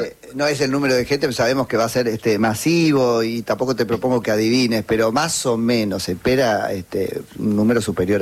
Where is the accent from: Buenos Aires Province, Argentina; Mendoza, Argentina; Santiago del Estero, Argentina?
Buenos Aires Province, Argentina; San Andrés de Giles; Yo soy de San Andrés de Giles, te cuento, Luca.